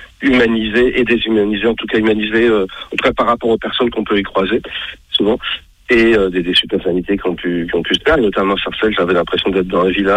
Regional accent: Sarcelles, Île-de-France, France; Oui, j'ai vécu, j'ai grandi, je suis né à Sarcelles, dans les HLM.

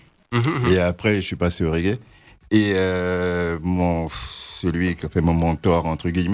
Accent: French Guiana; Non, je suis originaire de la Guyane.

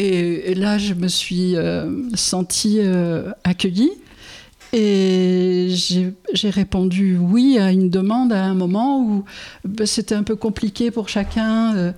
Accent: Normandy, France; Et puis je suis originaire de la Normandie.

